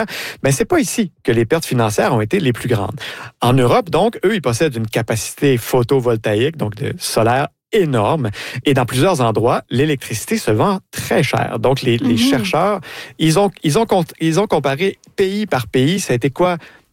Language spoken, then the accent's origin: French; Quebec, Canada; Ben, moi, j'ai grandi en Gaspésie, dans la baie des Chaleurs